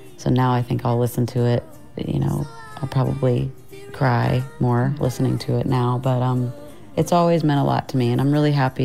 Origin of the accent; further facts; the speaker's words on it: Meridian, Mississippi, United States; born or raised there